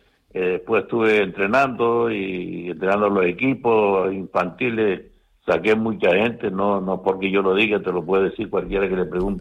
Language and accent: Spanish; Tazacorte, Canary Islands, Spain; moved away as an adult; now in Tenerife, Spain; Yo estuve allí en Tazacorte luchando en el equipo de mi pueblo. Tazacorte desde muy pequeño